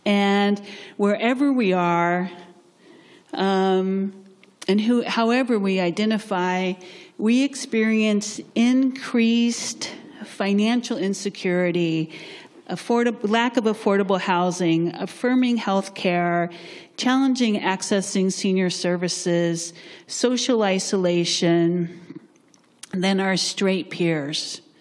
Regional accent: Tucson, Arizona, United States; I grew up in a white Southern culture. Even though I was raised in Tucson, Arizona, but it was home and church was definitely white Southern culture.

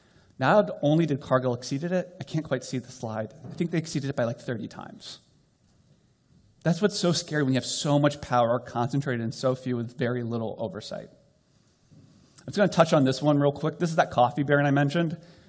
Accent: Iowa, United States; why are all the silos I grew up in Iowa, why are they all gone or collapsing?

